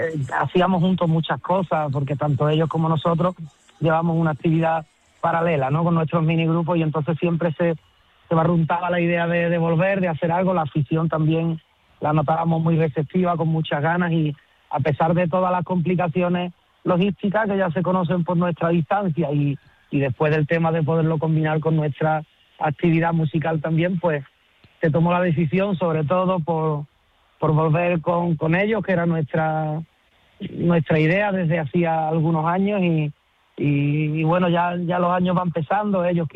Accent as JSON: {"language": "Spanish", "town": "Córdoba", "region": "Andalusia", "country": "Spain", "said": "mi tierra, de Córdoba"}